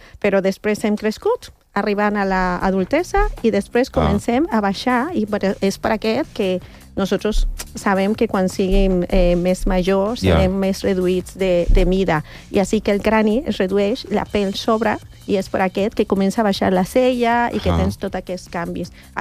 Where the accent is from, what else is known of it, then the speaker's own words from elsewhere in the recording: Mexico; Catalan is a second language; now in Spain; jo que soc mexicana